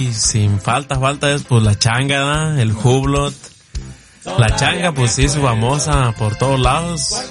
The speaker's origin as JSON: {"language": "Spanish", "region": "Michoacán", "country": "Mexico", "moved": "yes", "lives_now": "Perris, United States", "said": "ahí vivemos, ahí vivimos, pero somos de Michoacán"}